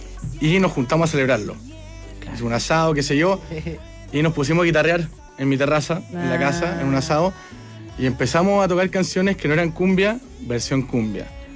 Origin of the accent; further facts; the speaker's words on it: Viña del Mar, Valparaíso, Chile; somos de Viña.